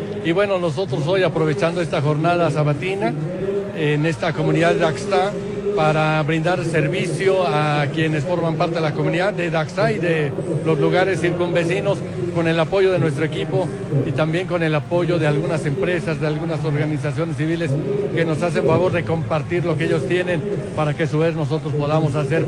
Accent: Pachuca, Hidalgo, Mexico; Yo soy de Pachuca, Hidalgo, yo soy hidalguense, he vivido toda mi vida aquí

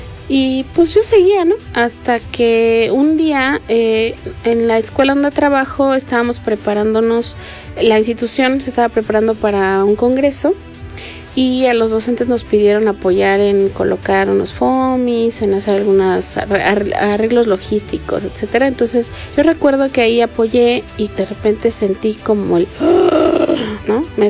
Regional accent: Pachuca, Hidalgo, Mexico; soy de aquí de Pachuca y pues nos dedicamos a... Bueno, yo soy psicóloga, tengo 44 años.

